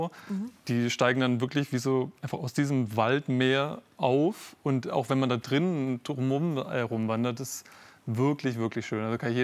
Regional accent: Vorarlberg, Austria; Also bei uns im Ländle kann man ja jetzt nicht endlos Höhenmeter machen.

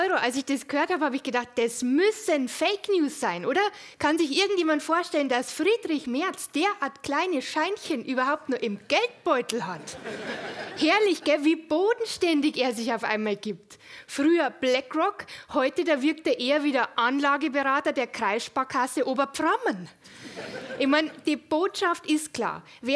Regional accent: Munich, Bavaria, Germany; Ich komme aus München.

